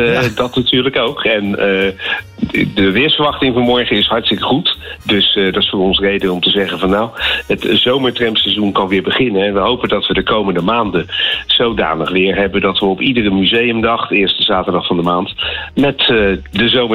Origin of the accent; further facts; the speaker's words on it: Rotterdam, South Holland, Netherlands; Ik ben ook Rotterdammer en ik hou ook van oude trams.